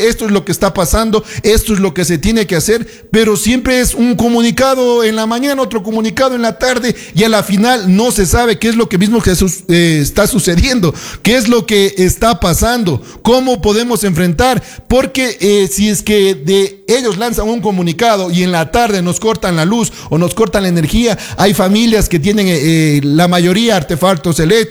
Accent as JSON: {"language": "Spanish", "country": "Ecuador"}